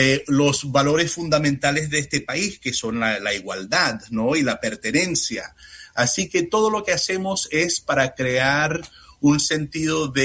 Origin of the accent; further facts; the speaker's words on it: United States; now in Washington, D.C., United States; ya que estamos acá en este país, estadounidenses, ¿no? Como norteamericanos